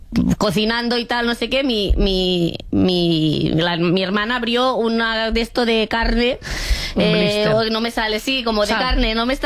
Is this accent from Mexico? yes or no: no; Catalonia, Spain